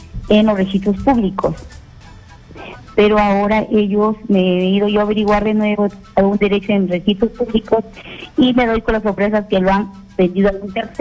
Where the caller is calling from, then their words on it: Chepén, La Libertad, Peru; Yo soy la provincia de Chepén, de La Libertad.